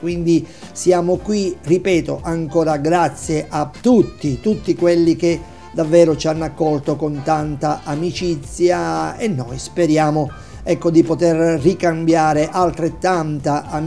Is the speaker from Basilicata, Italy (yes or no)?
yes; Maratea, Basilicata, Italy; specialmente noi che veniamo da Maratea